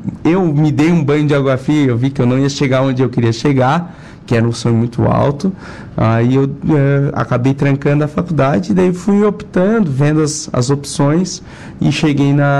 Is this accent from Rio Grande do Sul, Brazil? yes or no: no; Criciúma, Santa Catarina, Brazil; Mas eu sou filho único, nascido e criado em Criciúma, Santa Catarina, cercado por comerciantes, né?